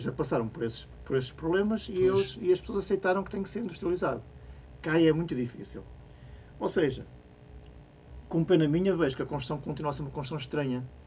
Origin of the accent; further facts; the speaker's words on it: Portugal; Tendo eu nascido e crescido na Serra, à beira-serra, gosto muito do mar.